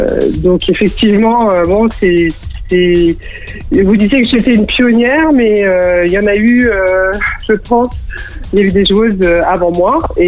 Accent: Clermont-Ferrand, Auvergne-Rhône-Alpes, France; born there; Moi je suis née à Clermont-Ferrand

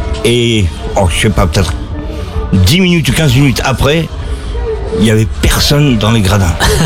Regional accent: France; moved away; also born or lived in United States; je suis français

